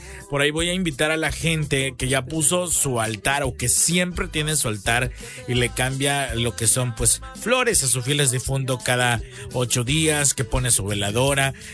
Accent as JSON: {"language": "Spanish", "country": "Mexico", "said": "son tradiciones que solamente aquí en México pues acostumbramos."}